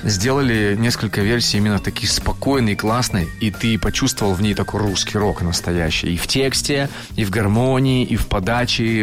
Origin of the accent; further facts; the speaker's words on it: Chelyabinsk, Chelyabinsk Oblast, Russia; Я из Челябинска, они из Екатеринбурга, да.